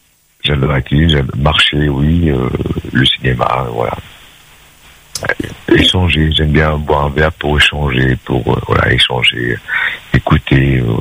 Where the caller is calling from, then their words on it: Saint-Pierre, Réunion; je suis de Saint-Pierre.